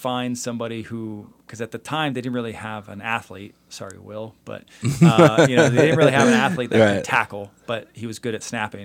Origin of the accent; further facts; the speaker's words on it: Tahoe, United States; So when I'm growing up in Tahoe, I'm watching SC, not in its highlight, right?